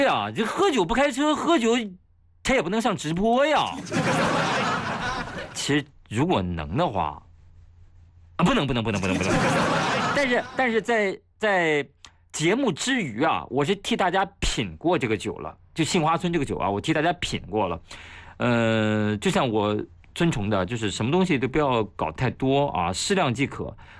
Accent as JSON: {"language": "Chinese", "region": "Shanxi", "country": "China", "moved": "yes", "lives_now": "Hefei, China", "said": "我就是山西人在合肥的"}